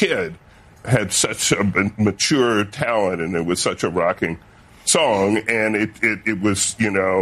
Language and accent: English; South Carolina, United States; as I was growing up in South Carolina.